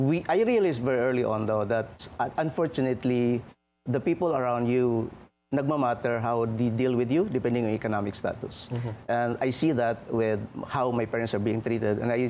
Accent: San Isidro, Davao Region, Philippines; moved away; We're from San Isidro, Davao Oriental.

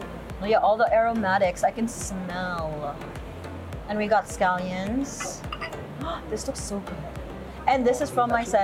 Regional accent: Philippines; I'm so Filipino where I love everything in sauce.

